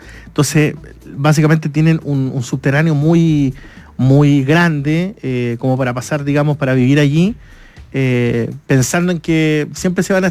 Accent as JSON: {"language": "Spanish", "town": "Recoleta", "region": "Santiago Metropolitan", "country": "Chile", "said": "soy de Avenida México. De la comuna de Recoleta."}